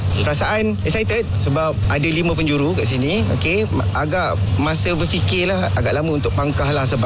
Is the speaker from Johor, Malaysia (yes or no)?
yes; Johor Bahru, Johor, Malaysia; born there; now in Shah Alam, Malaysia; Untuk yang terbaik lah untuk tempat saya lahir kan. pertama kali saya nafas kat dunia ni, sini lah tempat saya.